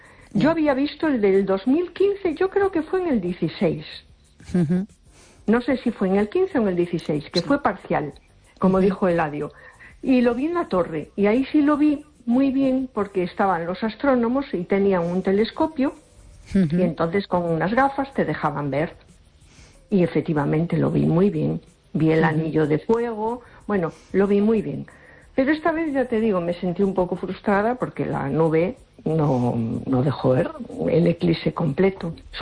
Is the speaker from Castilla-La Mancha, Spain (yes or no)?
no; A Coruña, Galicia, Spain